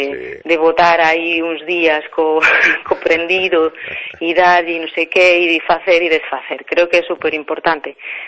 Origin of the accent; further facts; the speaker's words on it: Arou, Galicia, Spain; also born or lived in Buenos Aires, Argentina; eu nacín en Buenos Aires, non? E pasei unha corta infancia lá, pero sí que é verdad que cando viñemos vivir para Galicia, pois viñemos directamente a aldea de Arou